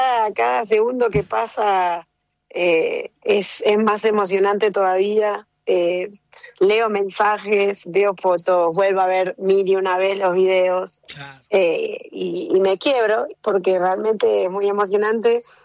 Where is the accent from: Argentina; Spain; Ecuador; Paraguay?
Argentina; en Argentina tenemos un semillero de increíbles jugadoras